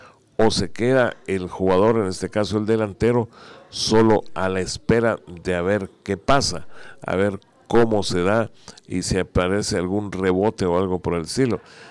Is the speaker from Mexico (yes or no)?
no; Portugal; parte de ella será en mi país, en Portugal